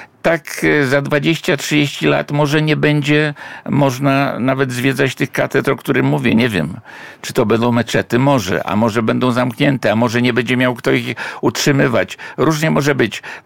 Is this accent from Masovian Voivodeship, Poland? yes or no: yes; Warsaw, Masovian Voivodeship, Poland; bo ja jestem chłopak z Powązek. Urodziłem się na ulicy Małej, do dzisiaj istnieje Opalińskiej, to jest raptem jakieś 150, może 200 metrów od bramy wejścia na cmentarz wojskowy na Powązkach.